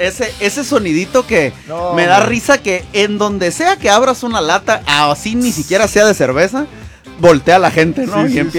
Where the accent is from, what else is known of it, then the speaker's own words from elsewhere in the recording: Ensenada, Baja California, Mexico; para nosotros aquí los porteños de la ciudad de Ensenada